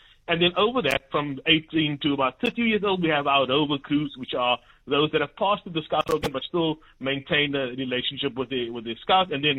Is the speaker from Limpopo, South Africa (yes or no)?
no; Grassy Park, Western Cape, South Africa; I grew up in Grassy Park, so I do understand the emphasis on Gilda and making sure that scouting is available in those areas as well.